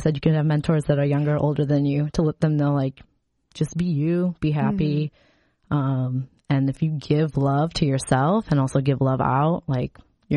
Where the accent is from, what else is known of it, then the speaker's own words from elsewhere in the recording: Chicago, Illinois, United States; also born or lived in Indiana, United States; Like I grew up in Chicago and we had moved to a rural, very rural town in Indiana.